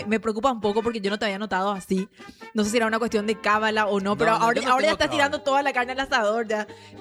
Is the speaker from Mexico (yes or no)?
no; Paraguay; salgamos como lo que somos, como paraguayos